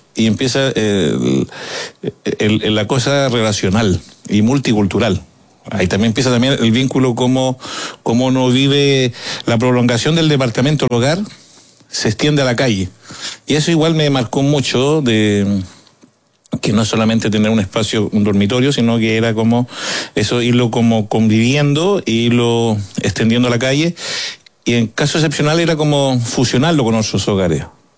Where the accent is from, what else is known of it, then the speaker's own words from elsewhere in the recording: Lautaro, Araucanía, Chile; born there; Entonces, de pronto partía, no sé, en Temuco, porque yo nací en Lautaro.